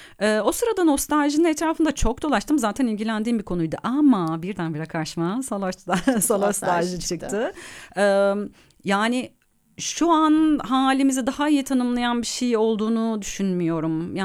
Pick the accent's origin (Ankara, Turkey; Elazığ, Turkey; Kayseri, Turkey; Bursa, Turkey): Ankara, Turkey; now in Istanbul, Turkey; ben Ankara'da büyüdüm.